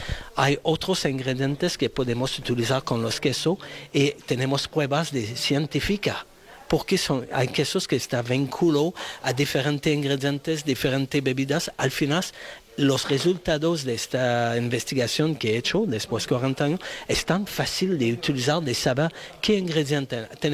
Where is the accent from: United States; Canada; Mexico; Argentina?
Canada; Spanish is a second language; moved away as an adult; now in Spain; Soy de Canadá, vivo en España después de 10 años.